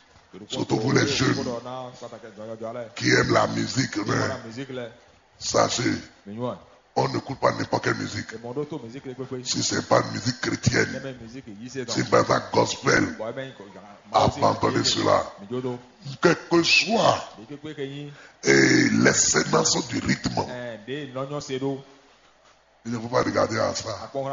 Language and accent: French; Porto-Novo, Ouémé, Benin; je suis de Porto Novo